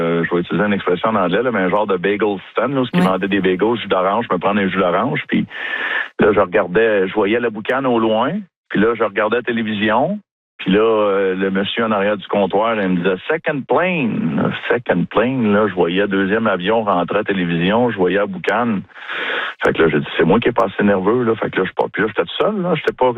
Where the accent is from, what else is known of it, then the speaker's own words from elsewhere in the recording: Sainte-Anne-de-la-Pérade, Quebec, Canada; moi, je viens de Saint-Anne-de-la-Pérade, un petit village. On est 1500 personnes dans le village.